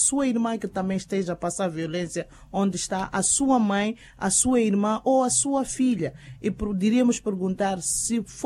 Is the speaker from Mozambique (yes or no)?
yes; Chidenguele, Gaza, Mozambique; born there; Xidenguel é onde eu nasci